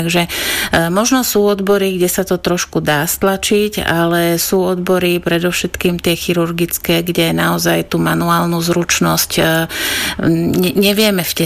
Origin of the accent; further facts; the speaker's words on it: Letanovce, Košice Region, Slovakia; moved away as an adult; also born or lived in Levoča; now in Košice, Slovakia; narodila som sa v Levoči a žila som v Letanovciach až do svojich 18 rokov. Na gymnázium som chodila v Spišskej Novej Vsi.